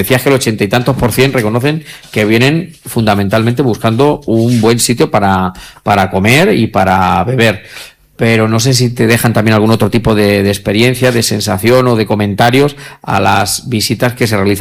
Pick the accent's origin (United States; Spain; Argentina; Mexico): Spain; Castilla-La Mancha; los salados somos los manchegos, es que los salados somos los manchegos, es que no somos tan humildes